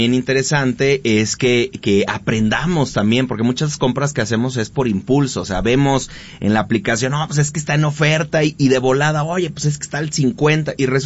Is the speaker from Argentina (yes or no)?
no; Mexico; soy mexicano